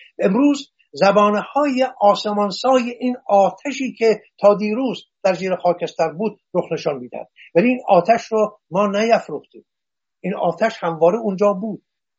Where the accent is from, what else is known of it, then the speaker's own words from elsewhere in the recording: Iran; moved away; ما مردانی هستیم یا زنانی هستیم برآمده از آن خاک